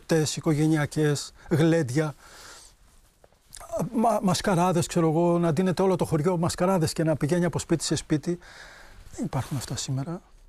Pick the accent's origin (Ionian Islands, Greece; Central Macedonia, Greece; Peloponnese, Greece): Peloponnese, Greece; Kotronas; Εγώ είμαι από εδώ, γεννήθηκα στον Κότρονα. Δεν έχω γεννηθεί σε αυτό το σπίτι. Αυτό ήταν παππουδικό και προέκυψε σε μένα.